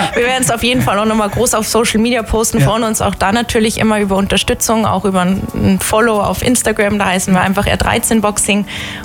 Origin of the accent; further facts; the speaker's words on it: Munich, Bavaria, Germany; war ich mit der Mama schon auf der Wiesn in meiner Mini-Lederhosen. Ja, für mich ist halt einfach meine Heimat und für mich ist auch so, wo ich sage, München ist einfach von der Lage toll